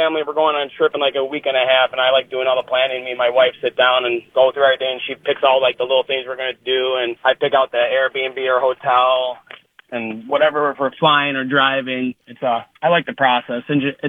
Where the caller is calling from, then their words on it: Lindenhurst, New York, United States; from Lindenhurst.